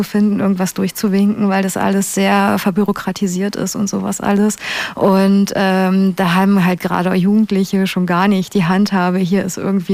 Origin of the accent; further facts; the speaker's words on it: Brandenburg, Germany; Ja, also ich bin Brandenburger Dorfkind. Tatsächlich, ich bin 1990 geboren